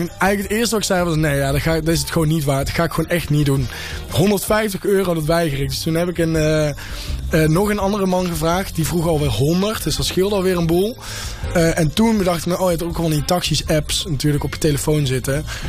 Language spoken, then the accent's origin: Dutch; Eindhoven, North Brabant, Netherlands; Ik kom zelf uit Eindhoven